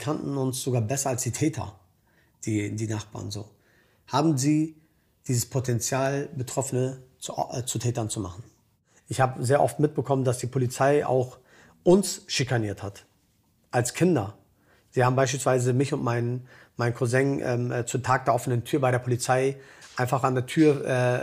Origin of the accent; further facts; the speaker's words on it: Mölln, Schleswig-Holstein, Germany; Solche Sätze musste ich mir als Kind anhören, als Kind in Mölln.